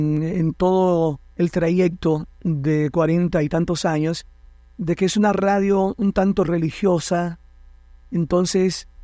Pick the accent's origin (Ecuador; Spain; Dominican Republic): Dominican Republic